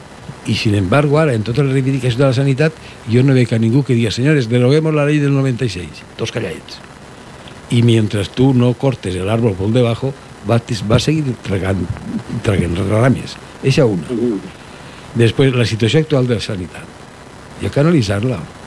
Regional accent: Oliva, Valencian Community, Spain; jo recorde de quan era xicotet en Oliva, famílies pudients que s'arruïnaven per una enfermedad d'un familiar.

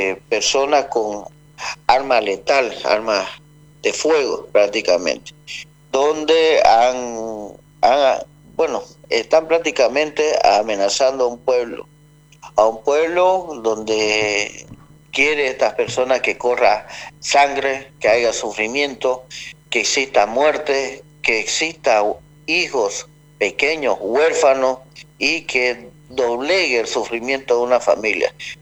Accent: Bolivia; Todos somos bolivianos

